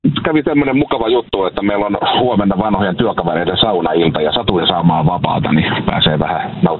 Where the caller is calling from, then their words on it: Heinola, Päijät-Häme, Finland; Heinolassa.